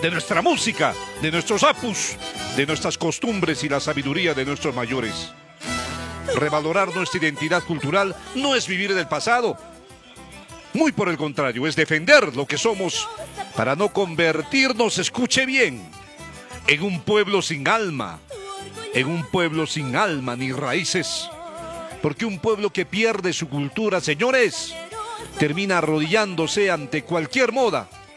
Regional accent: Cusco, Peru; Que nunca nos avergüence hablar como andinos, sentir como cusqueños y pensar como herederos de una de las civilizaciones más grandes de la historia.

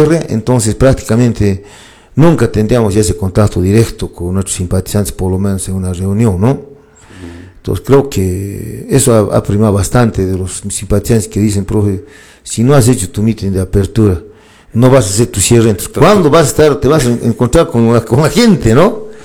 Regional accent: Calca, Cusco, Peru; a mi pueblo de Calca

